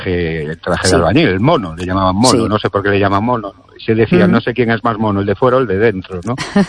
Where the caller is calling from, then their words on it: Ourense, Galicia, Spain; de Orense